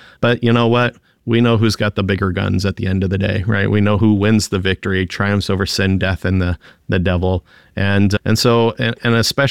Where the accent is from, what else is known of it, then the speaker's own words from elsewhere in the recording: United States; as being an American there.